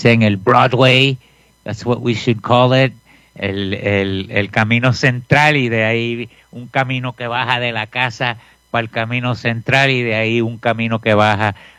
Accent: Puerto Rico; yo soy puertorriqueño y en Puerto Rico hasta la fecha el fútbol no es tan grande como la pelota

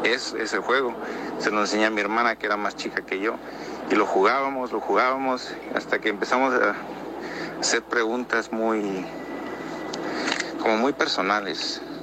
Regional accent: Morelos, Mexico; now in Arizona, United States; soy de Arizona, originalmente de Morelos.

